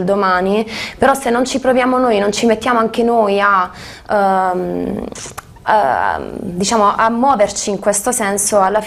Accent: Crispiano, Apulia, Italy; Sì, io sono di Crispiano.

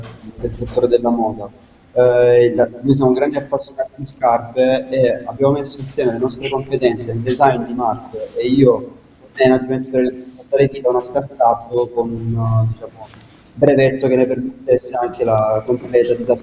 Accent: Casarano, Apulia, Italy; sia io che Marco siamo nati e cresciuti a Caserano

